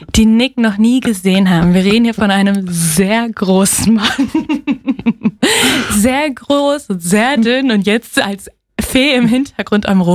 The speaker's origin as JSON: {"language": "German", "town": "Unna", "region": "North Rhine-Westphalia", "country": "Germany", "tie": "born or raised there", "said": "Das gibt es in Unna, meiner Heimatstadt."}